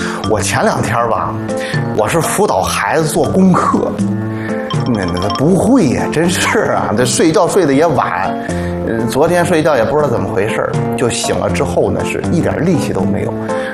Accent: Xuzhou, Jiangsu, China; 大家好，我是来自徐州的

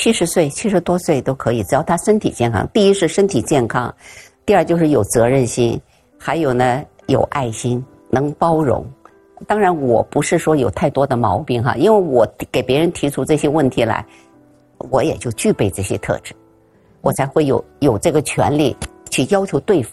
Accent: Beijing, China; also born or lived in Shaoxing, Zhejiang; 因为我父母是3岁把我带到北京来。其实我的老家是浙江绍兴的

